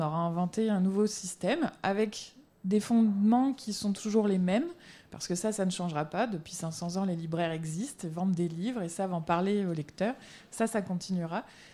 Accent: France; je dis que je suis française

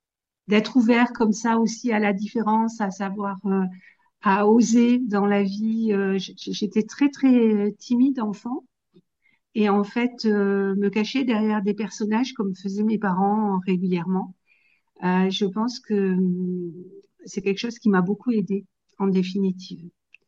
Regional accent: Apt, Provence-Alpes-Côte d'Azur, France; Donc, je viens de Apt, dans le Luberon. Et voilà, donc je suis sur une région de proximité hein, avec la vôtre, avec les Alpes de Haute-Provence. Et voilà, je suis native de cette région

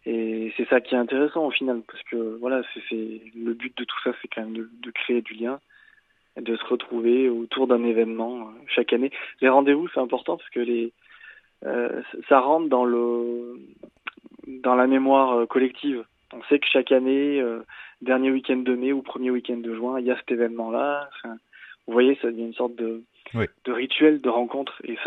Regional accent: Solignac-sur-Loire, Auvergne-Rhône-Alpes, France

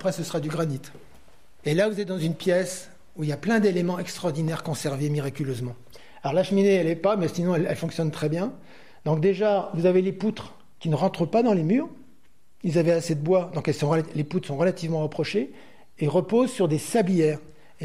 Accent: Paris, Île-de-France, France; born there; now in Brittany, France; moi je suis né à Paris, parce que mon père travaillait à Paris aux arts décoratifs

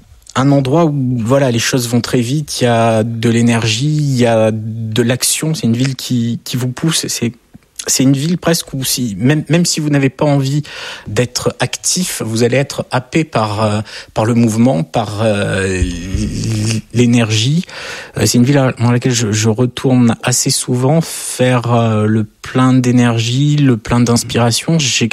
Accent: France; Je suis français, je vis en France.

